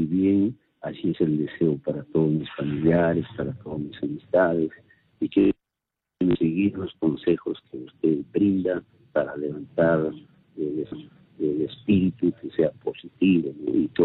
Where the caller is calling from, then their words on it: Santiago de Chuco, La Libertad, Peru; Llamo de acá en la provincia de Santiago de Chuco, en la sierra de César Vallejo, más lo conocen, porque ahí nació César Vallejo.